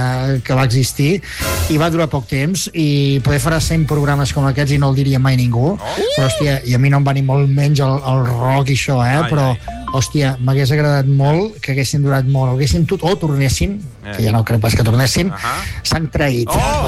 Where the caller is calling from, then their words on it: Girona, Catalonia, Spain; de Girona